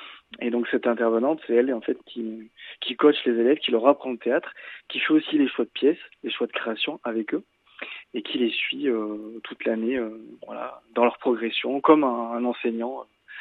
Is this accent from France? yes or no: yes; Solignac-sur-Loire, Auvergne-Rhône-Alpes, France; Moi, je suis de là-bas, je suis de Solignac-sur-Loire.